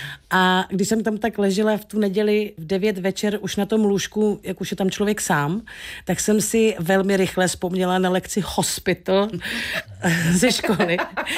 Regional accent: Šumperk, Olomouc Region, Czechia; jak já pocházím ze Šumperka a začala jsem chodit na základku v těch 90

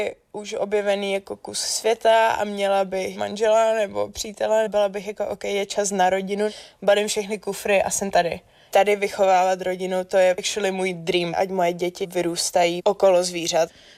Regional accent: Slušovice, Zlín Region, Czechia; tak ho nevezmu do Slušovic, ale vezmu ho na chatu.

